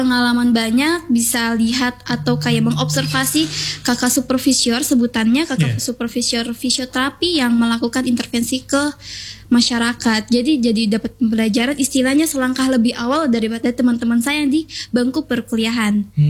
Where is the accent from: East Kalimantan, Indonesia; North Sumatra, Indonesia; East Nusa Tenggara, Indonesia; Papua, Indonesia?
East Kalimantan, Indonesia; Samarinda; Kalau saya bukan domisili Makassar, saya orang Samarinda.